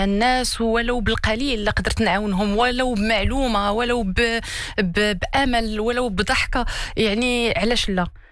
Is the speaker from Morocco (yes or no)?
yes; Morocco; حتى بالنسبة للمختصين يعني السبيسياليست اللي عندنا في المغرب